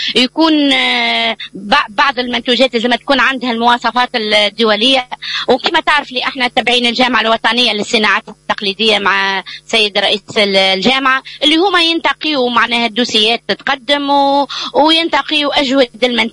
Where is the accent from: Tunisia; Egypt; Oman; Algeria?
Tunisia; مع العلم أني المرأة الوحيدة اللي جيت من تونس مع مجموعة من زملائي حرفيين في كل المجالات.